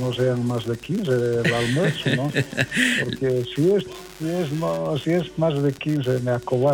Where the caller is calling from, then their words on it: Poopó Province, Oruro, Bolivia; somos de la Bajeña, junto a todos los provincianos de allá, de la comunidad, digamos, de Tonicorí, Tirí, Catar, y tantas comunidades ahí allá, por allá